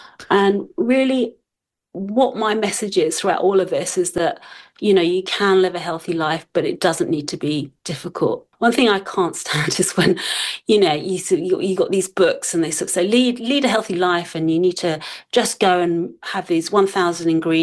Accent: London, United Kingdom; I'm British, yeah. Take us back to your childhood, please. Yeah. I was born in London. I was actually born right in the centre, so St Thomas's Hospital, which is like a stone's throw from Waterloo. Mm. And I literally lived 5 minutes from Waterloo

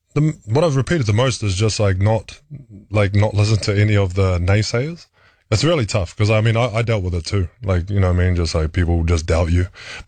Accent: New Zealand; you kind of still keep to being Kiwi.

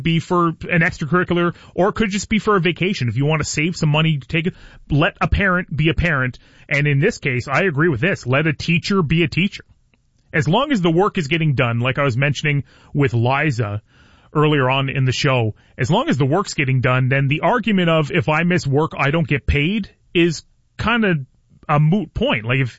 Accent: Belle River, Ontario, Canada; which I used to listen to when I was a kid growing up in Pewson and Bell River.

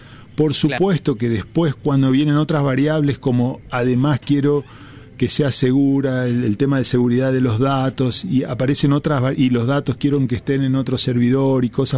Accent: Chaco, Argentina; porque viajo seguido a mis pagos, soy del interior del Chaco.

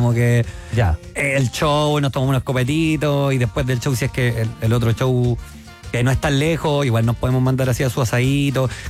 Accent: Chile

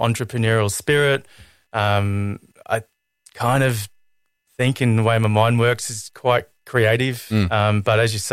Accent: Gold Coast, Queensland, Australia; So I grew up on the Gold Coast in my younger years and grew up in a pretty unique kind of environment where I didn't live in a normal street in a neighbourhood until I was about 14.

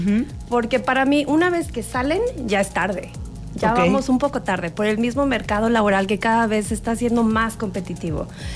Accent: San Luis Potosí, Mexico; O en mi tierra, yo soy de San Luis.

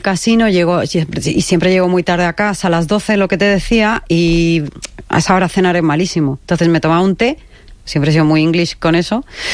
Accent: Balearic Islands, Spain; soy de Mallorca y bueno, no sé dónde tal.

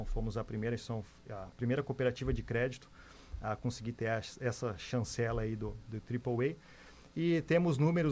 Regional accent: Joinville, Santa Catarina, Brazil; sou joinvilense nato, né? Nascido e criado aqui em Joinville.

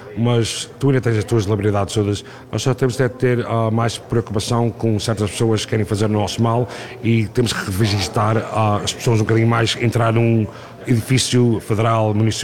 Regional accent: Portugal; now in Newark, United States; Temos restaurantes, lojas, pastelarias, padarias, tudo portuguesas. Eu até sou português.

